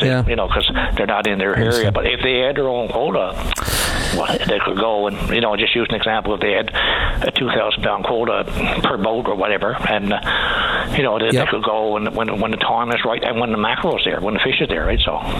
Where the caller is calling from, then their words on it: Newfoundland and Labrador, Canada; Well, I'm calling from the Gulf, northern, western Newfoundland and the Gulf region, northern peninsula.